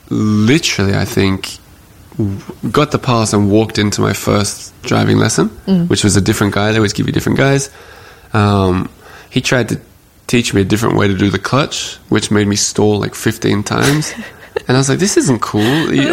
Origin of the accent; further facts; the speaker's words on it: Australia; now in France; I'm Australian.